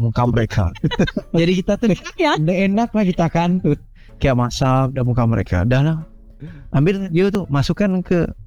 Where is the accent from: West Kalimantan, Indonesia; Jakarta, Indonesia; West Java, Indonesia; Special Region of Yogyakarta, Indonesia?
West Kalimantan, Indonesia; Kan karena kami hidup di perbatasan ya. Kalau aku di kampung Sontas, suku Dayak Bidayu